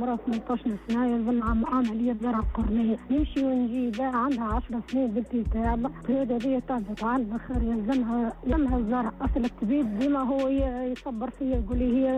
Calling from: Nabeul, Nabeul Governorate, Tunisia; أنا مواطنة من نابل

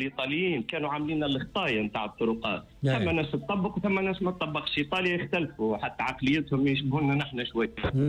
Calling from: southern Tunisia, Tunisia; عندنا في الجنوب

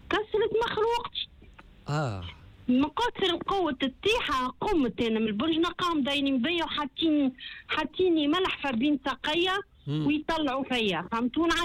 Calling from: Tunisia; انا مواطنه تونسيه

